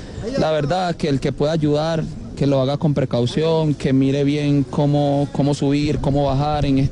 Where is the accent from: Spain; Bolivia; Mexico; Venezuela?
Venezuela; now in Colombia; Es que realmente yo no soy de acá, de Colombia, yo soy de Venezuela, y cuando pasó la situación del terremoto en mi país, yo no pude ayudar a mi gente